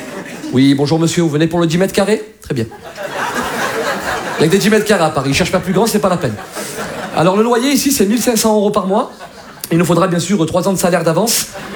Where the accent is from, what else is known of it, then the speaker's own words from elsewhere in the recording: Algeria; Ah, alors moi je vous parle d'Algérie parce que je suis originaire d'Algérie, je m'y rends souvent.